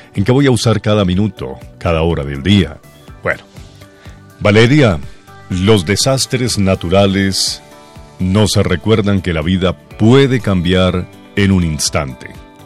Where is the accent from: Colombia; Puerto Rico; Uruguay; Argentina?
Colombia